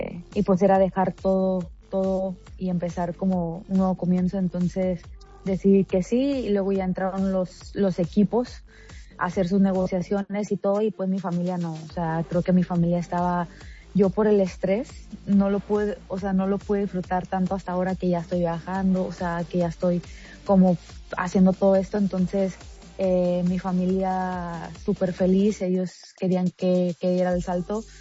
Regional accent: Mexico; moved away as an adult; also born or lived in United States; siendo la primera mexicana en la liga inglesa

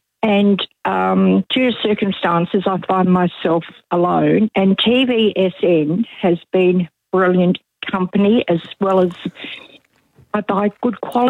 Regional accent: Maldon, Victoria, Australia; I'm from Malden in country Victoria.

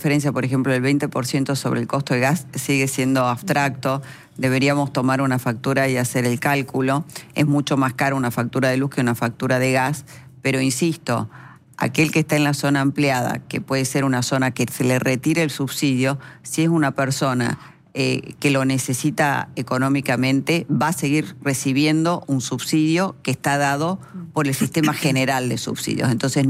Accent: Salta, Argentina; Ustedes saben que yo soy de Salta, sí.

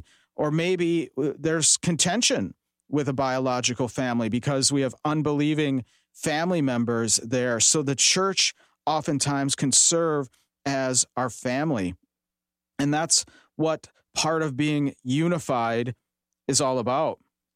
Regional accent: West Allis, Wisconsin, United States; I grew up in West Allis. I went to West Allis Central High School.

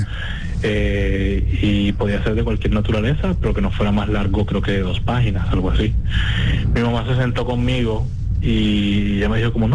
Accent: Cartagena, Bolívar, Colombia; Luego nos mudamos para el barrio de Los Alpes, allá sí, viví casi toda mi infancia y parte de mi adolescencia.

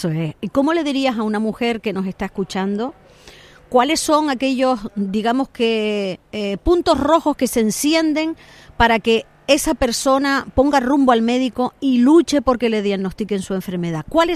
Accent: Canary Islands, Spain; No soy votante de Coalición Canaria, pero soy canaria y las instituciones se merecen un respeto.

